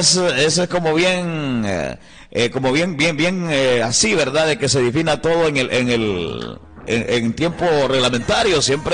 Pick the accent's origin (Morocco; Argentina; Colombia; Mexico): Argentina; Sí, soy argentina, pero no, o sea, estoy como neutral en esa vaina, pero le voy un poquito más a Argentina.